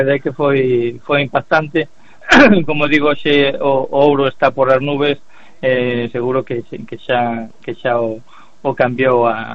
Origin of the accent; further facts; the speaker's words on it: Monforte de Lemos, Galicia, Spain; eu son de Monforte, como ben sabedes, sí, de aquí de Monforte